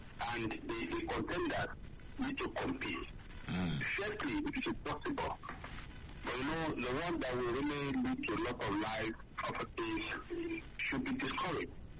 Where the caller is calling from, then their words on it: Abuja, Federal Capital Territory, Nigeria; I'm from Abuja here.